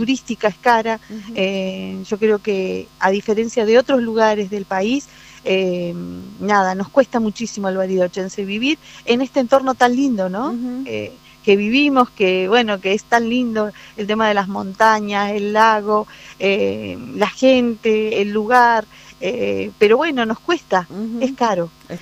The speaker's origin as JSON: {"language": "Spanish", "country": "Chile", "said": "Yo en mi casa soy la única chilena. Uh-huh. Mi esposo es argentino, mis uh-huh. hijos son argentinos y seguramente voy a tener nietos argentinos también."}